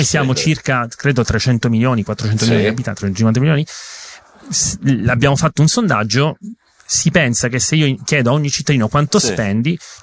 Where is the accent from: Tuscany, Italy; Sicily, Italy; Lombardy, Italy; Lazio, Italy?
Sicily, Italy; accent: Sicilian; scusate il mio accento siciliano